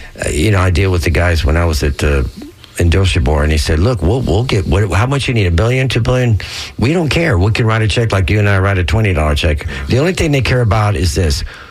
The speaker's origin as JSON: {"language": "English", "town": "Tampa", "region": "Florida", "country": "United States", "tie": "born or raised there", "said": "Well, growing up in Tampa, we had none of that. I mean, we didn't have it before the Bucs. I had to watch the Miami Dolphins was my team. That was the only team in Florida at the time."}